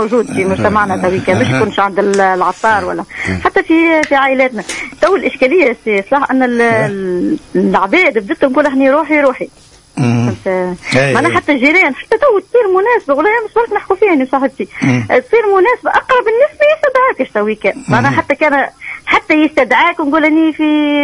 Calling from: El Metouia, Gabès Governorate, Tunisia; من المطوي

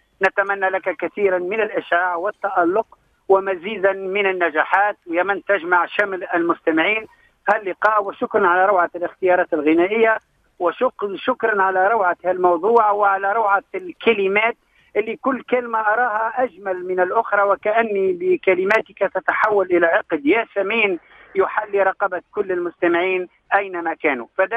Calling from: Tunisia

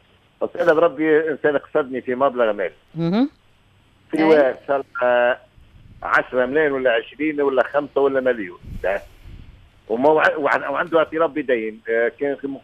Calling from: Ben Arous, Tunisia; بن عيونة بن عروس.

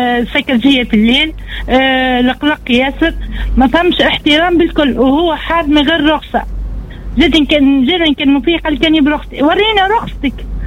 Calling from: El Mahrès, Sfax Governorate, Tunisia

